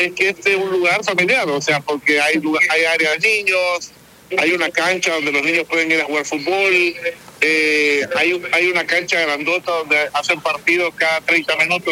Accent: El Salvador

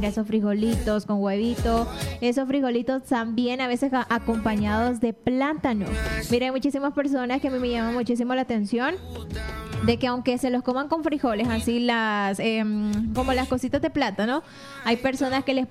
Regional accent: Santa Ana, El Salvador; es una de las cosas que nos caracterizan pues como santanecos y como salvadoreños.

